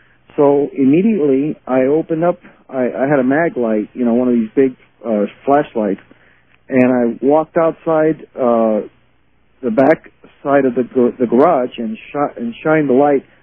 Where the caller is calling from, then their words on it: California, United States; I'm calling from California.